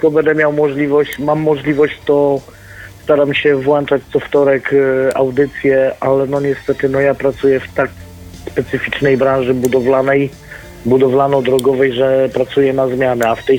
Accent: Szczecin, West Pomeranian Voivodeship, Poland; now in Elbląg, Poland; pochodzę ze Szczecina

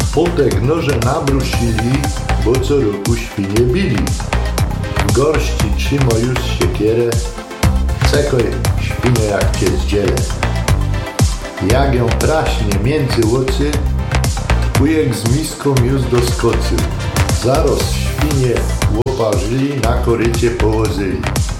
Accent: Cięcina, Silesian Voivodeship, Poland

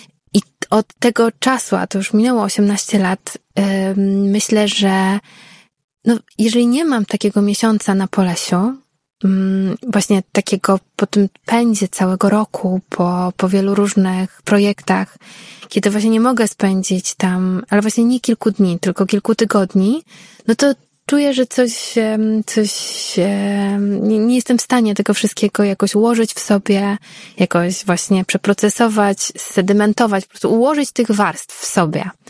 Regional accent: Warsaw, Masovian Voivodeship, Poland; born there; Ja się urodziłam w Warszawie i to miasto kocham i gdzieś czuję też, że to jest po prostu moje miasto.

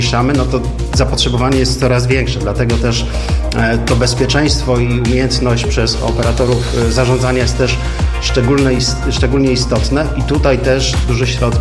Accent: Greater Poland Voivodeship, Poland; jako Wielkopolanin

